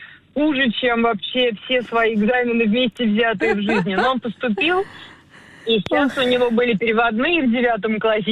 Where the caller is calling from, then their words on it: Moscow, Russia; Здравствуйте, только я из Москвы, но это маленькое уточнение.